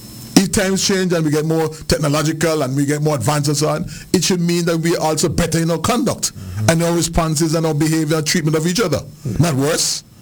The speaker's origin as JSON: {"language": "English", "town": "Liberta", "region": "Saint Paul", "country": "Antigua & Barbuda", "tie": "born there", "said": "When there's a little boy growing up in Liberta"}